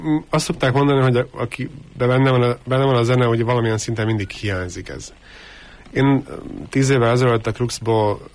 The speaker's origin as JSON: {"language": "Hungarian", "town": "Kolárovo", "region": "Nitra Region", "country": "Slovakia", "tie": "born or raised there", "said": "Hát én Gútáról származom, ami ugye Komáromtól kb. 20 kilométerre van. Ott születtem"}